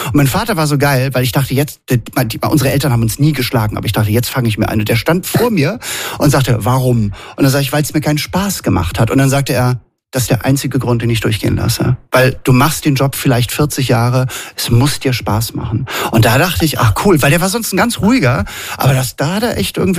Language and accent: German; Hamburg, Germany; now in Berlin, Germany; Ja, geboren und aufgewachsen in Hamburg. Mittlerweile seit 23 Jahren lebe ich in meiner Wahlheimat Berlin.